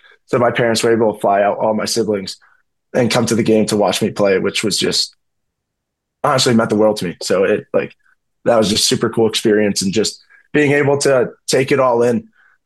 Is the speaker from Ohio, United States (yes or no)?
no; Chicago, Illinois, United States; Every Sunday, I'm from Chicago. I'm a diehard Bears fan.